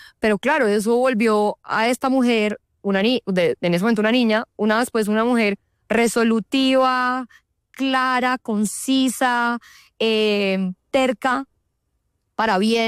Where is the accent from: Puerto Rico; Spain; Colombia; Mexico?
Colombia; Bogotá; born there; yo pues soy andina, nací en Bogotá